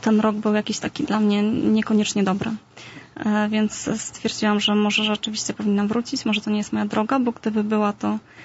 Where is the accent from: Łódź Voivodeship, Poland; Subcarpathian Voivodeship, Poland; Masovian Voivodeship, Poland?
Masovian Voivodeship, Poland; Warsaw; born there; Nie, to ja mieszkałam, wychowywałam się w takiej dzielnicy, właściwie takiej warszawskiej Pradze, trochę można powiedzieć.